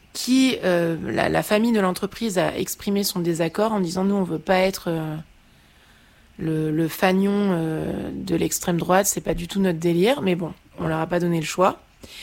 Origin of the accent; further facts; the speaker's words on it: Caen, Normandy, France; c'est que moi je viens de Caen en fait.